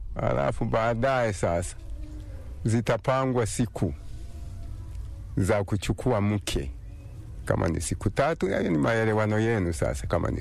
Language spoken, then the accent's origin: Swahili; Bunda, Mara, Tanzania; born there; also born or lived in Rukungu, Magu District, Mwanza / Lunala, Nasa; 1952 tukawa tumehama kutoka Lunala, tukarudi sehemu za Shashi, Bunda. Tumeishi Bunda mpaka mwaka 1956 mimi nikawa nimeanza shule hapa hapa Bunda.